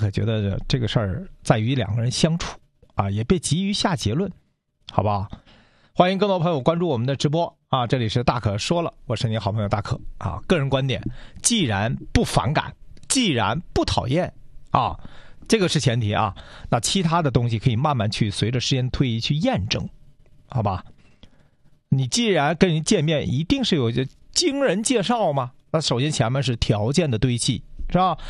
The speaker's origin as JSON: {"language": "Chinese", "region": "Northeast China", "country": "China", "said": "咱们东北人叫姑娘啊，其实它叫灯笼果啊"}